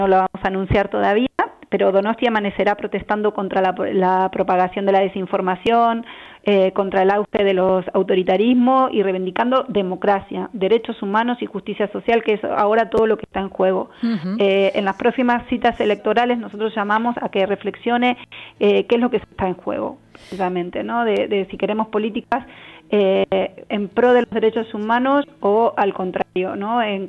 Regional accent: Argentina; now in Spain; yo soy argentina, de origen argentino

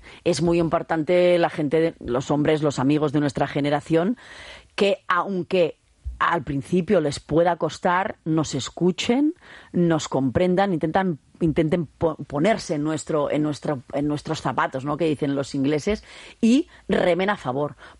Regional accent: Spain

